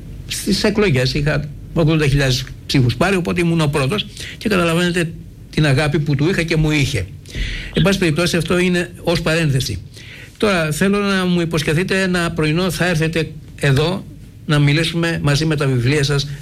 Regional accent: Zakynthos, Ionian Islands, Greece; από τη Ζάκυνθο που είναι η ιδιαίτερη πατρίδα μου

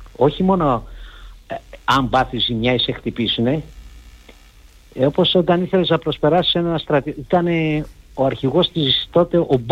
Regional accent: Athens, Attica, Greece; είμαι Βέρος Αθηναίος 200 χρόνια οικογένεια.

